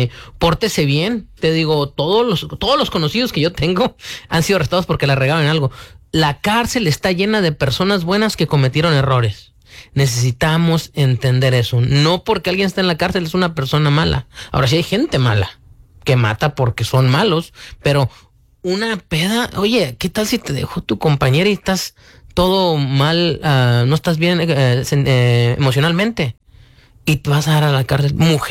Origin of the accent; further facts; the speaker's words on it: Mexico; La realidad, Víctor, que la gente que venimos de México no somos estudiados, no somos egresados de una universidad. Somos personas trabajadoras que venimos muchos de campo, la mayoría.